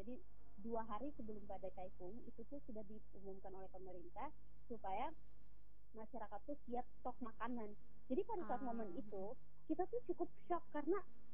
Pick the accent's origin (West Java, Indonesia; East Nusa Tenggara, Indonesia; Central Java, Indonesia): East Nusa Tenggara, Indonesia; also born or lived in Taiwan; padahal kan kita orang NTT ya